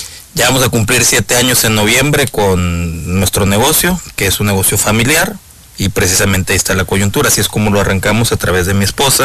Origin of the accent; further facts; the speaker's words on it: Tampico, Tamaulipas, Mexico; moved away as an adult; now in Mexico City, Mexico; Yo crecí en Tampico.